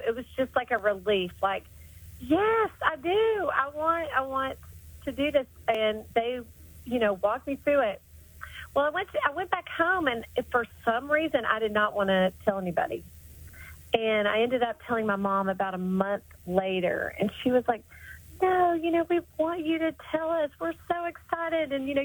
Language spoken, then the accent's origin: English; Johnson City, Tennessee, United States; now in North Carolina, United States; I grew up in Johnson City, Tennessee, and went to Tri-Cities Christian, went to Boone Trail Baptist Church